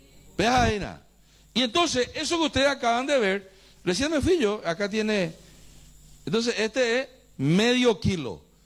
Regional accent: Paraguay; Pero yo tengo los tíos todos rubios. Entonces, esos somos los paraguayos. Somos hijos de nuestros, de los que nos hicieron víctimas.

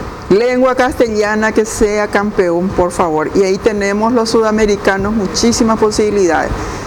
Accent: Paraguay; esa es la emoción que se vive siendo paraguaya.

